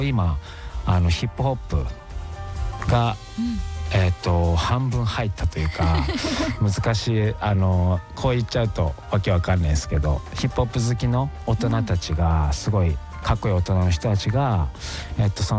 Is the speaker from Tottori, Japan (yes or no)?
yes; Tottori, Japan; moved away as an adult; now in Aichi, Japan; 自分鳥取県出身なんですけど、はい、愛知に来るきっかけが、まあ工場的な、うん、その就職させてもらって